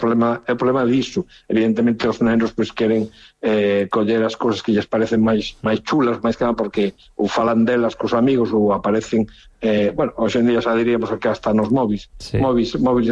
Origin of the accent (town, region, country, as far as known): Lugo, Galicia, Spain